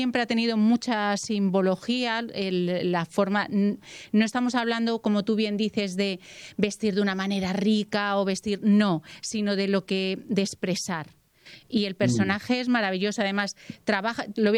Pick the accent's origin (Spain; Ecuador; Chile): Spain; el desconocimiento que tenemos de Velázquez, o sea, vamos a ver. como españoles, que no sepamos.